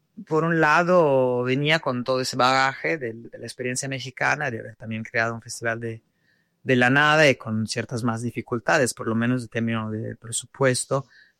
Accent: Italy; moved away; yo también siendo europea, de origen italiana

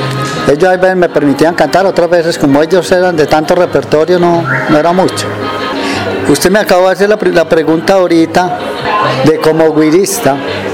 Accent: Girardota, Antioquia, Colombia; hijo de Girardota, de la vereda del Totumo

